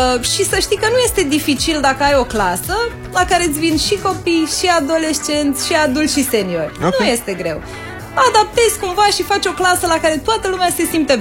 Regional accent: Bucharest, Romania; Noi suntem din mai multe orașe. Eu, spre exemplu, sunt din București.

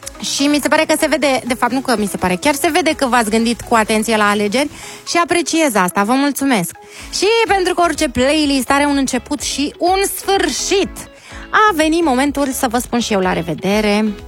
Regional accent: Bucharest, Romania; … din București, am 8 ani

